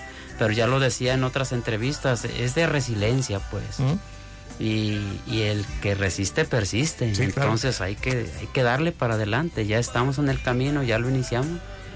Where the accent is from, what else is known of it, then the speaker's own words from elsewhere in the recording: Quesería, Colima, Mexico; Yo soy de ahí de Quesería